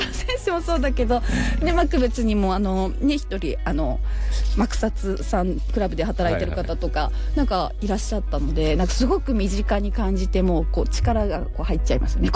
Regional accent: Saitama, Japan; now in Tokachi, Hokkaido, Japan; 私埼玉出身なので、

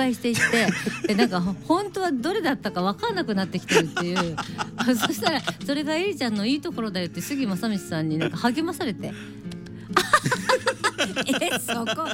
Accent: Kansai, Japan; accent: Kansai dialect; 私関西人やし

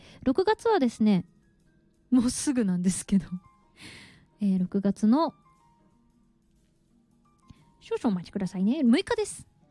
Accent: Tochigi, Japan; 今までは結構私のふるさと栃木とかでやったりとかしていたんですけど、

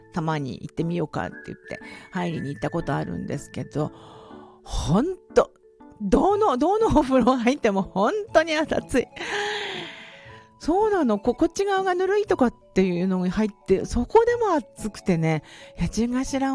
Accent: Hakodate, Hokkaido, Japan; 私の出身地函館の八千頭温泉、八千頭青柳町からもっと先で立町岬とかがあるところの最後

